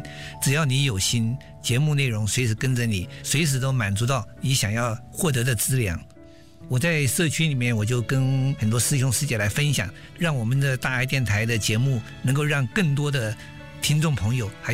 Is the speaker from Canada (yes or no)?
yes; Burnaby, British Columbia, Canada; 我来自加拿大本来比区。